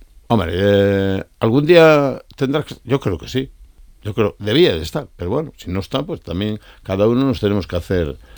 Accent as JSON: {"language": "Spanish", "region": "Galicia", "country": "Spain", "said": "Somos gallegos, todos somos gallegos."}